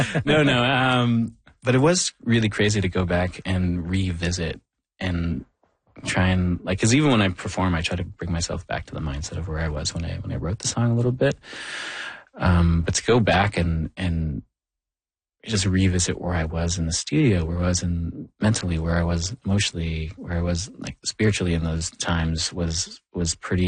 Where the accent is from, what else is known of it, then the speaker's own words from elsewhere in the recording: Thunder Bay, Ontario, Canada; And I bring that back even to growing up in Thunder Bay, where like, you know, there is like, you know, a lot of tensions between the indigenous and non-indigenous communities up there.